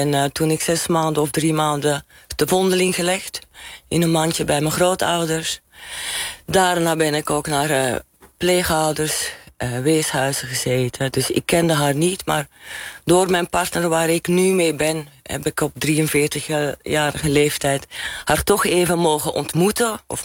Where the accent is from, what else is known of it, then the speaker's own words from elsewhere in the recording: Belgium; Dan had je op Belgische scholen, want ik kom uit België eigenlijk.